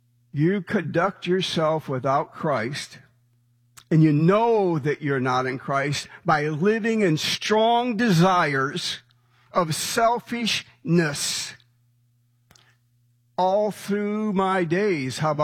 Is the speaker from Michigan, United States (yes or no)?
yes; Michigan, United States; moved away as an adult; Cheryl and I, my wife, we're from Michigan. We've lived here since 1985